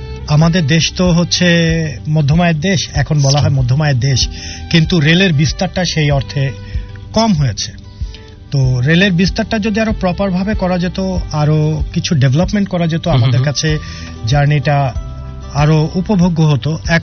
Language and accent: Bangla; Bangladesh